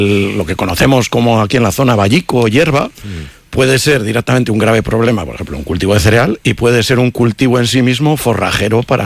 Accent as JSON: {"language": "Spanish", "town": "Carrión de los Condes", "region": "Castile and León", "country": "Spain", "said": "yo por ejemplo soy de Carrión"}